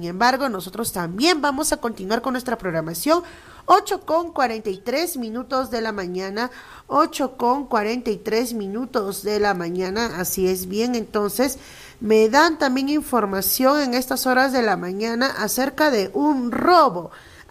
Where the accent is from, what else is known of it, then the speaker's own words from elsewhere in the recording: Peru; que como peruanos también nosotros lo tenemos que tener en conocimiento.